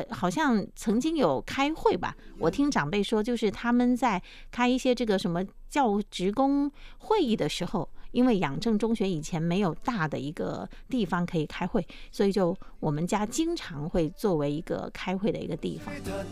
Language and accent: Chinese; Jinjiang, Fujian, China; 说到晋江啊，我们由衷的感觉到幸福。为什么呢？因为我们出生在一个算是比较好的地方